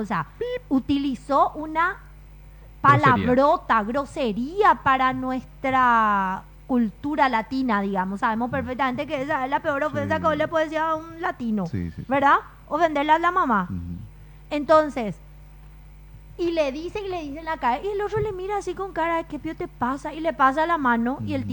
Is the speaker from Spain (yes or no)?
no; Paraguay; nosotros como paraguayos